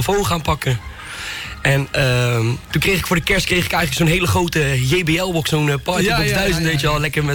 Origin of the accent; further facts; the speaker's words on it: Bergen op Zoom, North Brabant, Netherlands; Ik kom uit Berg op Zoom.